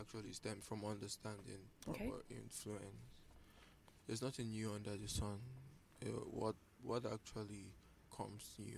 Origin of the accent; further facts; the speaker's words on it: Enugu State, Nigeria; I'm from Umuagudi. I'm from Enugu State.